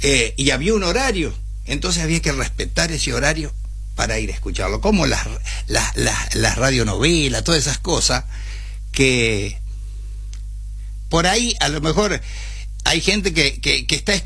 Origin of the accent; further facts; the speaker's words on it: Pampas, Argentina; para cantar algunas chamarras, que también, por ser zona pampa de donde vengo, también combina las milongas